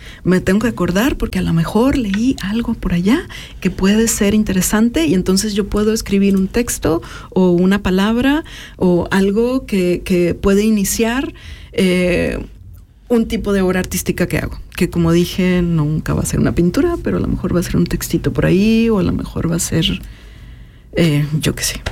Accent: Mexico; moved away; yo siempre digo, soy inmigrante mexicana. Pero tengo muchísimos años viviendo fuera de México. Muchísimos.

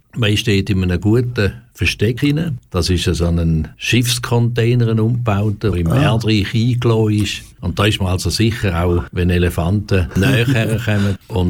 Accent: Romanshorn, Thurgau, Switzerland; also born or lived in Münsterlingen; now in Canton of Aargau, Switzerland; Also geboren bin ich im Kanton Thurgau in Münsterlingen und aufgewachsen in Romanshorn. Dort noch Ziegfröhren erlebt auf dem Bodensee und jetzt aber schon seit vielen Jahren im Kanton Aargau daheim.

